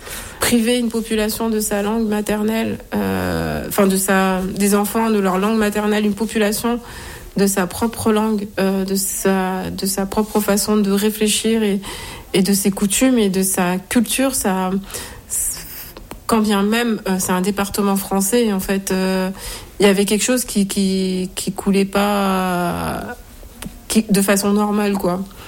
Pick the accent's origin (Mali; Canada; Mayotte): Mayotte; J'étais droite dans mes bottes en me disant je viens là où j'ai grandi et c'est chez moi.